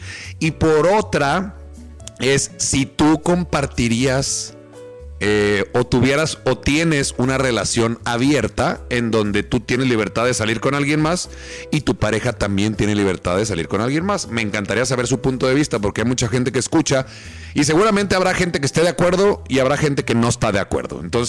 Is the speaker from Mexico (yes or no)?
yes; Mexico